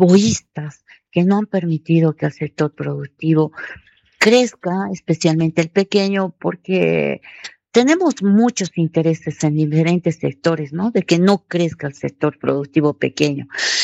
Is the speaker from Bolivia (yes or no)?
yes; Charazani, La Paz, Bolivia; born there; en mi pueblo, en mi comunidad, en todo lo que es el municipio de Charazani